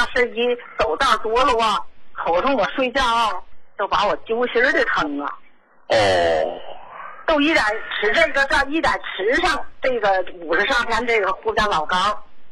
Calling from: Tangshan, Hebei, China; 我是唐山的。

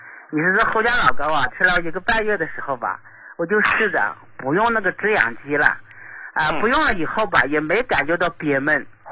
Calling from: Shaanxi, China; 啊，您好，我是陕西的一名听众。

